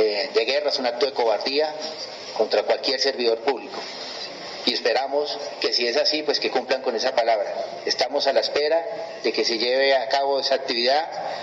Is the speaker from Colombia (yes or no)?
yes; Colombia; Lo repudiamos como policía y como colombianos.